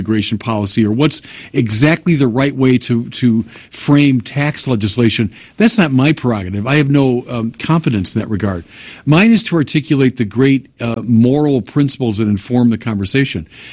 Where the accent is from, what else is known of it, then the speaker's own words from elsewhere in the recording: United States; both as an American who reverences the First Amendment and as a Catholic who reverences Dignitatis Humanae